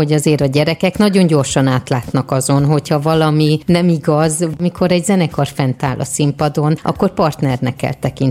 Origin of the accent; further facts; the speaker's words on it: Nyíregyháza, Szabolcs-Szatmár-Bereg, Hungary; born there; Ó, de jó, én ott születtem.